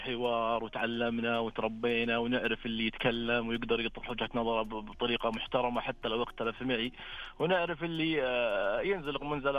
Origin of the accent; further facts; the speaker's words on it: Al-Jawf, Saudi Arabia; من الجوف.